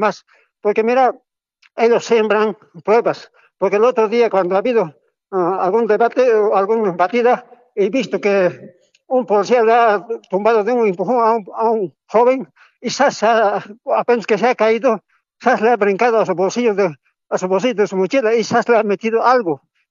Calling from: San Benito, Cochabamba, Bolivia; desde San Benito, Valle Alto.

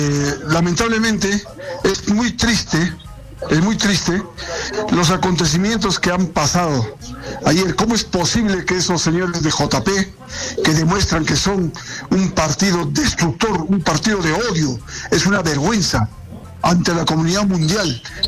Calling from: Puno, Peru

